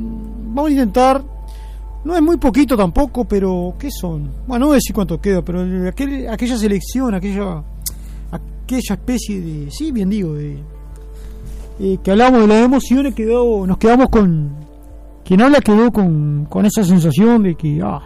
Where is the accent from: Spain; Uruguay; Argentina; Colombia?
Uruguay